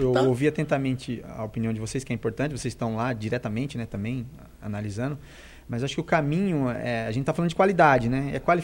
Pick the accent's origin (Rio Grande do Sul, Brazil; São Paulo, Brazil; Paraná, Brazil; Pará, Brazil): São Paulo, Brazil; Limeira; Eu sou de Limeira, nascido e criado, joguei campeonato amador também